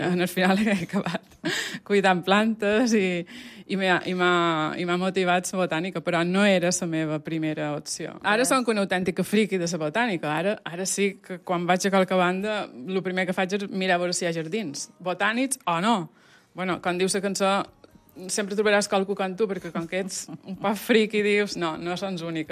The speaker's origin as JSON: {"language": "Catalan", "town": "Fornalutx", "region": "Balearic Islands", "country": "Spain", "tie": "born there", "said": "Jo he nascut a Fornalutx, Solla, una cama a cada banda."}